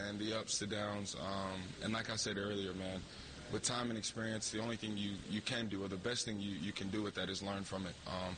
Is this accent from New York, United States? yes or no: no; New Jersey, United States; North Jersey.